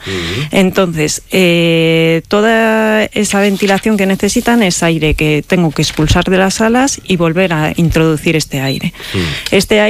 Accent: Valladolid, Castile and León, Spain; moved away as an adult; now in Becerril del Carpio, Spain; Yo soy vallisoletana, pucelana.

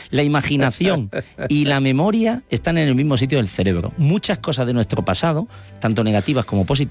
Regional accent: Granada, Andalusia, Spain; yo soy de Granada, pero mi familia es de Málaga

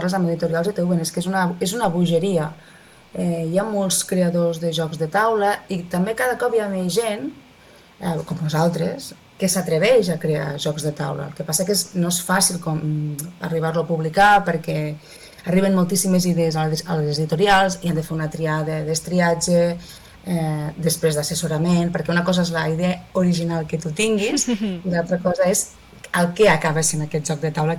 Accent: Maials, Catalonia, Spain; born there; jo sóc nascuda a Maials, un poble del Segrià, que no arriba als 1.000 habitants

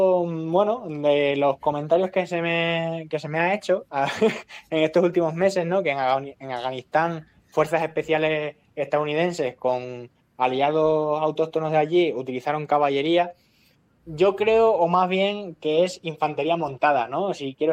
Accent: Cáceres, Extremadura, Spain; bueno, en mi tierra, que en Cáceres, es que es muy normal ver a gente montando a caballo

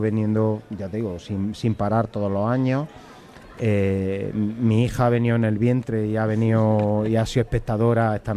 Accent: Villanueva del Arzobispo, Andalusia, Spain; Yo vengo de un pueblo de Jaén, se llama Villanueva del Arzobispo, está colindando ya casi con Castilla-La Mancha

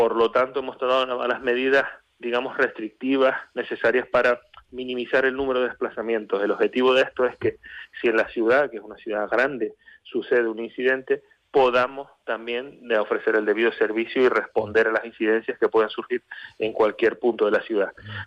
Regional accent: Canary Islands, Spain; como sabemos hacerlo los canarios.

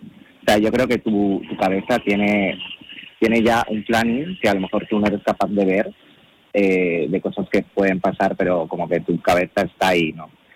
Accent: Castilla-La Mancha, Spain; accent: Castilla-La Mancha; yo hablo Castilla-La Mancha, es que yo no vendo, no me voy por ahí por ir a mi pueblo, ¿sabes? Por reencontrarme, por volver como a esas otras raíces que están ahí

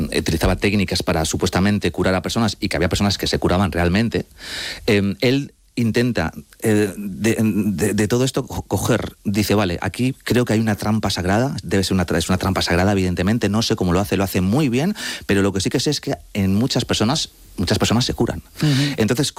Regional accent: Madrid, Community of Madrid, Spain; te he dicho ya que soy madrileño

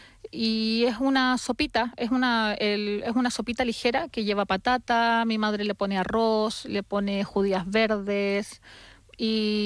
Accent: Concepción, Biobío, Chile; now in Spain; Concepción, que es la ciudad de donde yo soy, tenemos cerca caletas y tenemos cerca puertos.

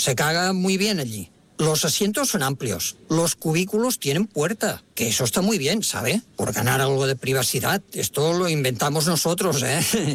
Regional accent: France; Sí, sí, oiga, que soy francés

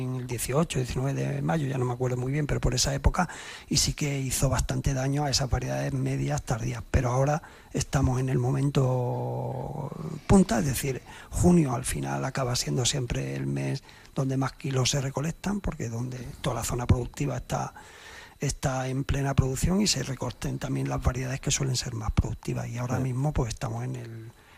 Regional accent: Jerte Valley, Extremadura, Spain; para los que somos del Valle del Jerte

